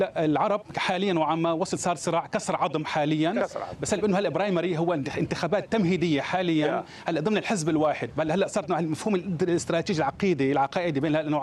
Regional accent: Syria; now in Michigan, United States; مش أنا سوري مش لبناني، مع احتياطنا أهلنا اللي بلبنان بلاد الشام. طبعا احنا، انا احب اقول لك انه نحن هلا ميشيغان هي عاصمه العرب في امريكا.

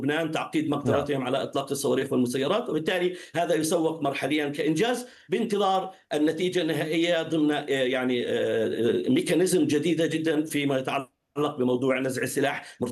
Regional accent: Jerusalem, Palestine; لست من إسرائيل، أنا من فلسطين العربية الإسلامية، من القدس العربية الإسلامية التي سكنها أجداد العرب المسلمون آلاف السنين قبل أن تطأها أقدام الغزاة الإسرائيليين

